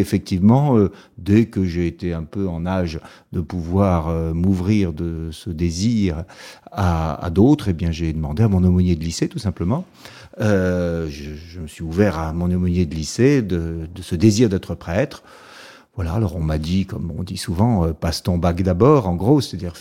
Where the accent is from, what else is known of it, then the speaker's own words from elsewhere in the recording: Poitiers, Nouvelle-Aquitaine, France; born there; Ah, je suis né à Poitiers.